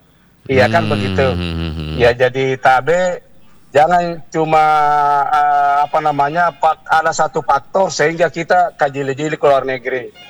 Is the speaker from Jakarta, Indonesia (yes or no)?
no; South Sulawesi, Indonesia; Contohnya kita punya pendahulu orang Sulsel ya, itu Syekh Yusuf, ya, itu Syekh Yusuf itu kita orang Bugis Makassar itu